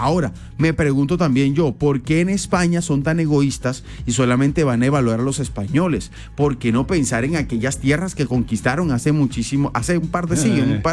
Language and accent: Spanish; Colombia; yo estoy muy orgulloso de ser colombiano. Me encanta a mí sacar mi cédula de ciudadanía, mi pasaporte, presentar mis documentos y decir soy colombiano, orgullosamente